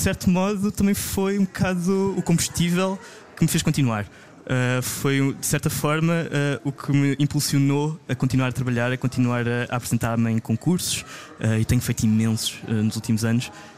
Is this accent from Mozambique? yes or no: no; Alcobaça, Centro, Portugal; eu venho de Alcobaça